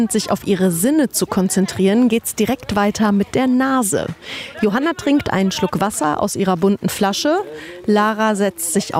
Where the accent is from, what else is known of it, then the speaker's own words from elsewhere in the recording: Erftstadt, North Rhine-Westphalia, Germany; moved away; ich komme ja ursprünglich aus Erftstadt.